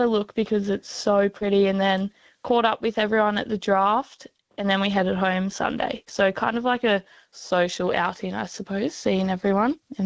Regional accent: Orange, New South Wales, Australia; now in Northern Territory, Australia; I'm originally from Orange in New South Wales.

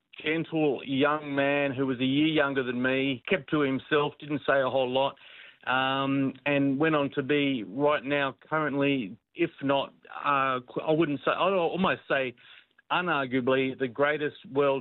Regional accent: St Ives, New South Wales, Australia; also born or lived in Avalon; now in Balmain, Australia; So I grew up in St Ives.

